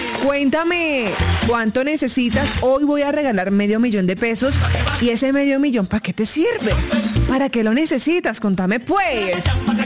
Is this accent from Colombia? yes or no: yes; Caribbean Region, Colombia; Yo que soy costeña